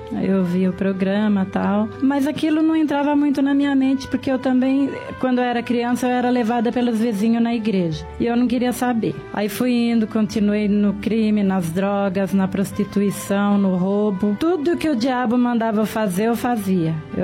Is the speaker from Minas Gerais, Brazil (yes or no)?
no; Diadema, São Paulo, Brazil; Eu sou de Diadema